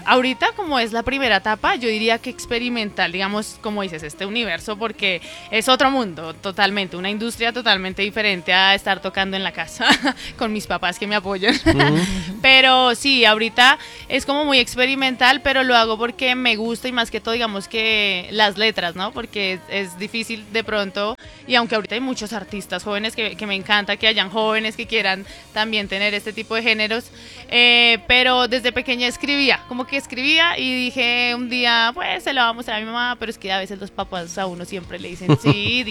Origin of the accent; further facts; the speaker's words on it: Bogotá, Colombia; Rola, sí. De Bogotá.